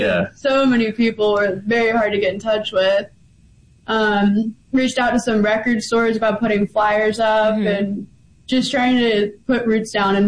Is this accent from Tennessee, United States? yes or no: yes; Nashville, Tennessee, United States; I was born and raised in Nashville.